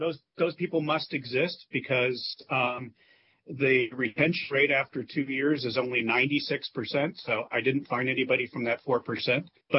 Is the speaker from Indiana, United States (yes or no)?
yes; Indiana, United States; I'm from Indiana, so Noblesville, Indiana has a program, for example.